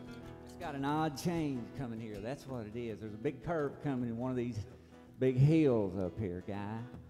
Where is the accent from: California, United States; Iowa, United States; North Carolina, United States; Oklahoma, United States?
Oklahoma, United States; I come from Oklahoma, and there's not hills like this there, or people.